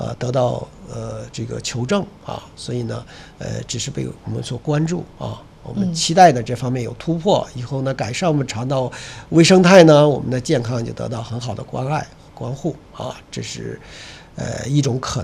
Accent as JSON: {"language": "Chinese", "country": "China"}